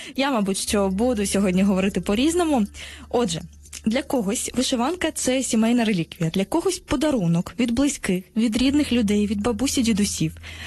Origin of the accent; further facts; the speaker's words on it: Kharkiv, Kharkiv Oblast, Ukraine; born there; я народилася на Східній Україні, в Харкові